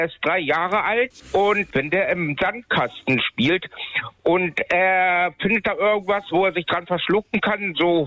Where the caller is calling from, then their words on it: Hildesheim, Lower Saxony, Germany; Ich rufe aus Hildesheim